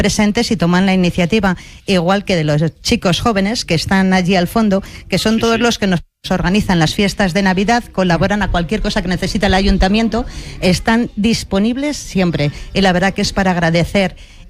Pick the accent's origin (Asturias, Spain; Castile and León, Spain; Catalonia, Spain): Castile and León, Spain; Gomecello; yo estoy muy orgullosa de mi pueblo y de mis vecinos, que ellos son los que hacen que Gomecello sea un gran pueblo.